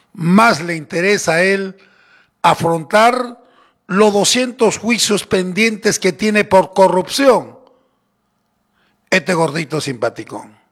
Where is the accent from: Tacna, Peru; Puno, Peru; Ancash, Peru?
Tacna, Peru; Ilabaya; Me están escribiendo de mi tierra y la valla.